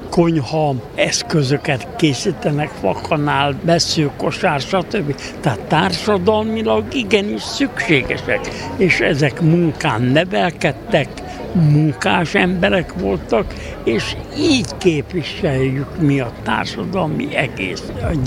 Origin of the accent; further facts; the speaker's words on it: Hungary; Rom ungró, cigány ember, cigány vagyok. Rom ungró, ez a magyar cigány, ezek közé tartozom én.